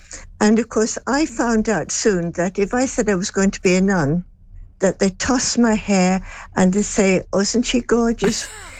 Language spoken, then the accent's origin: English; Limerick, Munster, Ireland; born there; Well, I was born in Limerick.